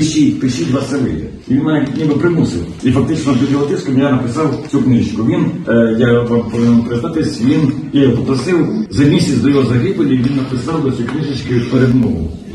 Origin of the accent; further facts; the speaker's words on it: Kherson Oblast, Ukraine; я сам з Херсонщини, наша земля ніби тоді не, до війни не мала ніякого відношення